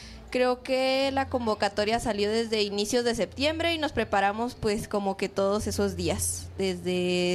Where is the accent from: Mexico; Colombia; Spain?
Mexico; Tacámbaro, Michoacán; Sí, yo soy de mi queridísimo Tacámbaro, Michoacán, de una tenencia llamada Pedernales, Michoacán, donde orgullosamente tenemos el ingenio azucarero Santos. Sí. Pues de ahí vengo.